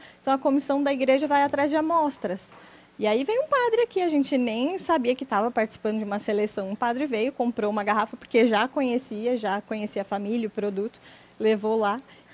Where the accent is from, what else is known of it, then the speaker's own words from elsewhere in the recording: Jundiaí, São Paulo, Brazil; Eu sou de Jundiaí.